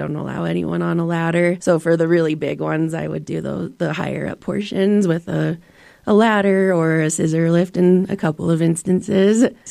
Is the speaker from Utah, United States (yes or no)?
yes; Salt Lake City, Utah, United States; now in Park City, United States; My family is originally from Shiprock, New Mexico. But I grew up in Utah, in Salt Lake, and then moved to Park City 3 years ago.